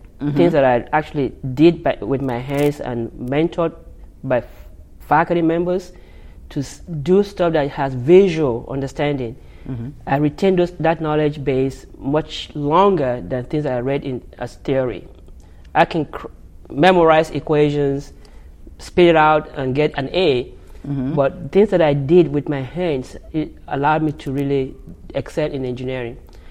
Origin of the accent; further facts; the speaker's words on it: Nigeria; moved away as an adult; now in United States; I'm from Nigeria originally